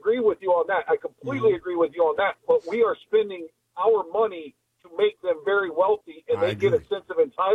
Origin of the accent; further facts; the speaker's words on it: Cincinnati, Ohio, United States; I've gone back and forth. I grew up in Cincinnati, okay. So I'm Big Red Machine guy.